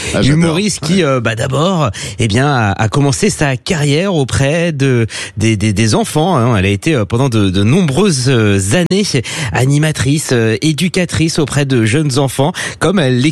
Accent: France; on dit qu'on est français

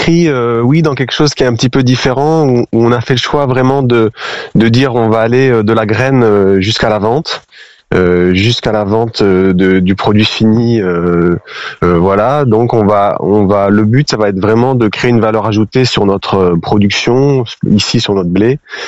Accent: Port-Sainte-Marie, Nouvelle-Aquitaine, France; au village où j'ai grandi à Port-Sainte-Marie.

